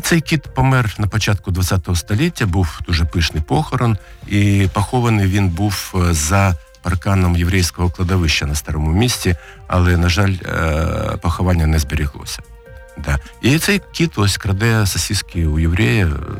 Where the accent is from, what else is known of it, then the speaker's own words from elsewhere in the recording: Vinnytsia, Vinnytsia Oblast, Ukraine; я взагалі корінний вінничанин, і, знаєте, є така ностальгія за старою Вінницею.